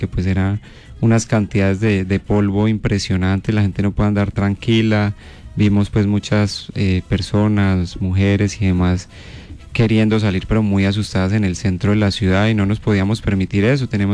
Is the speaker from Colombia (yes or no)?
yes; Pereira, Risaralda, Colombia; yo soy pereirano.